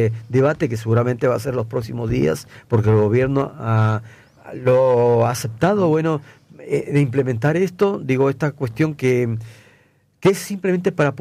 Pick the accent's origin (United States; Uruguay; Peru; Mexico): Peru; now in Argentina; yo soy peruano